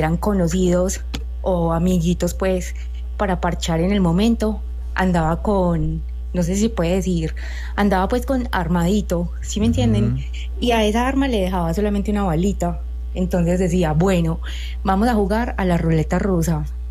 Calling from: Pereira, Risaralda, Colombia; Estoy en Pereira.

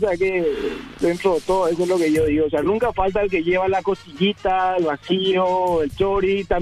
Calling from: Limpio, Central, Paraguay; De Limpio, Villa Jardín City.

